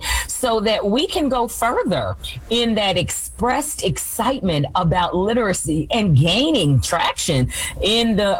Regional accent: the South, United States; I'm from the South. So Juneteenth has been a part of what we do, but we do it on the 8th of August.

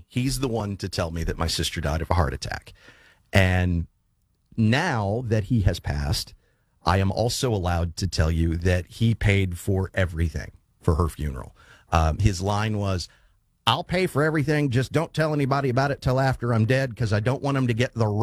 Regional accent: Ohio, United States; I grew up in Reds country, but I became a Cubs fan because they were on my TV every day.

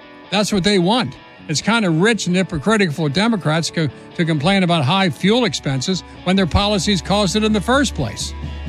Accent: Ohio, United States; running for the governorship in my home state of Ohio

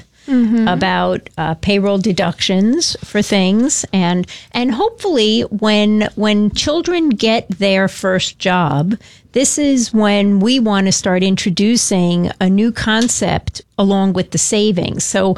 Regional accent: New York City, New York, United States; I grew up in New York, so we had a place out on the island

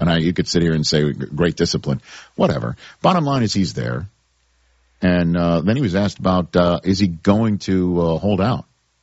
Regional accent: New York, United States; now in Michigan, United States; I'm a New Yorker before I was a de facto Michigander, you know, for sure.

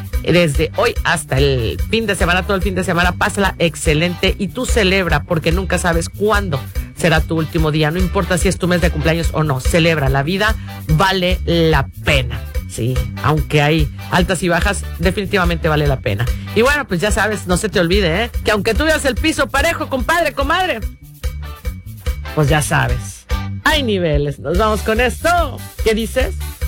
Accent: Mexico; now in Green Bay, United States; Los mexicanos vamos a ver este partido

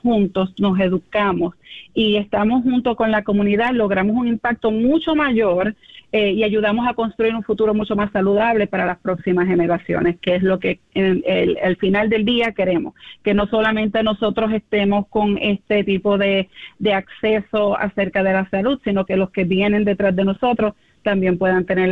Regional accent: Puerto Rico; Yo, siendo puertorriqueña, nacida y criada, crecimos con mucho arroz, habichuela, mucha cosa que no es muy saludable

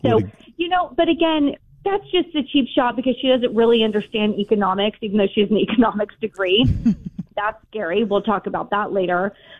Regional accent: Central Valley, California, United States; I'm born and raised in California, so I have been really focused on the gubernatorial race as well as the L.A. mayoral race, even though I'm not from L.A. I'm from more the Central Valley up north.

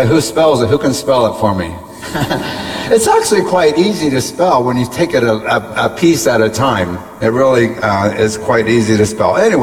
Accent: United States

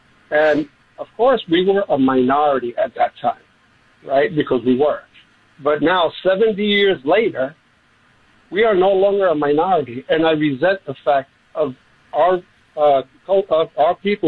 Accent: Bronx, New York, United States; now in Bronxville, United States; I mean, I was born and raised in the Bronx, and we moved up there.

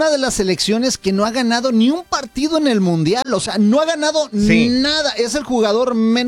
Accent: Mexico; now in United States; yo sigo la selección mexicana porque soy de México

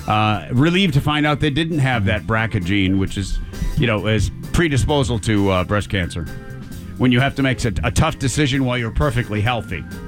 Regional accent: Michigan, United States; moved away; I grew up in Michigan.

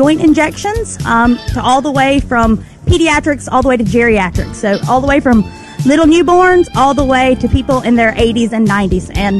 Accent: Mississippi, United States; So I was born and raised in Lincoln County. I went to Lloyd Star

